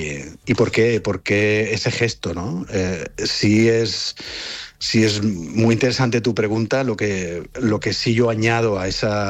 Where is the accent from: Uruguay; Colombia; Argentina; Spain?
Spain; porque somos españoles